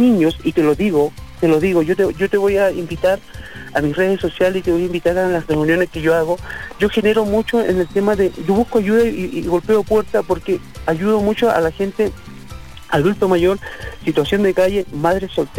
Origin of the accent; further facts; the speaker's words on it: Antofagasta, Chile; mi pueblo, yo siendo un atacameño